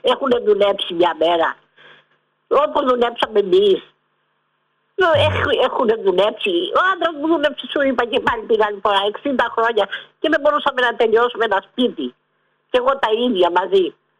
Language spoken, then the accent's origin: Greek; Spata, Attica, Greece; από τα Σπάτα.